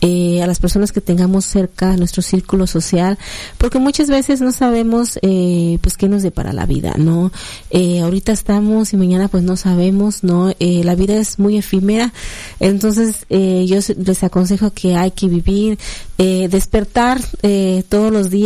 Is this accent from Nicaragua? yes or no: no; Mexico; como buenos mexicanos estamos pendientes de todo lo que acontece